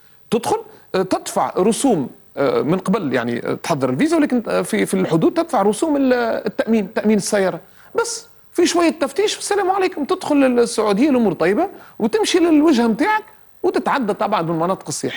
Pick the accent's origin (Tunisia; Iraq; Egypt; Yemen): Tunisia; now in Qatar; أنا مثلا من تونس، احنا يعني حتى بيننا نحن التونسيين